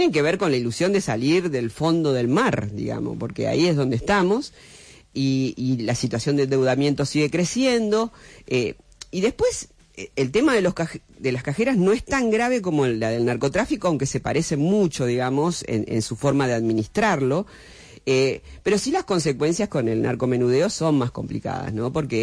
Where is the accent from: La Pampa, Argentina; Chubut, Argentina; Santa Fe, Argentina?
Santa Fe, Argentina; yo soy de Santa Fe, provincia de Buenos Aires